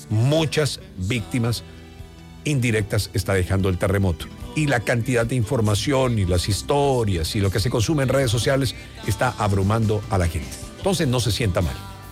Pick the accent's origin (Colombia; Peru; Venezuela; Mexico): Colombia; Caribbean Region; creo que hemos sido privilegiados por el Creador para escogernos, para residir, para nacer, para crecer y desarrollarnos en un ambiente como el Caribe colombiano